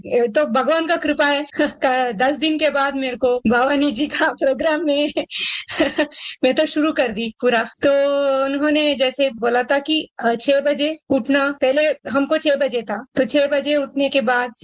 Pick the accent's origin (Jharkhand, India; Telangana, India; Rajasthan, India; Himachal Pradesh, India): Telangana, India; Hyderabad; मैं हैदराबाद से हूँ और मैं